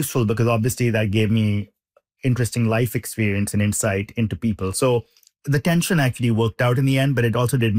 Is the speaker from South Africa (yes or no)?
no; India; moved away as an adult; I grew up in India. I moved to the US for college.